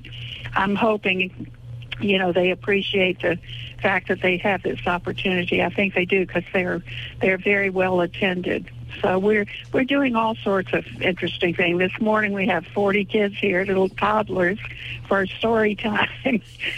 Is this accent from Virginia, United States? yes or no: yes; Richmond, Virginia, United States; moved away as an adult; also born or lived in Flintwood, Virginia / Charlottesville, Virginia; now in Raleigh, United States; I moved to Whistville when I was just one, and then soon after that moved to Richmond. So I was really raised in Richmond, then moved to Charlottesville for 22 years. And then I left Virginia for the first time in my life.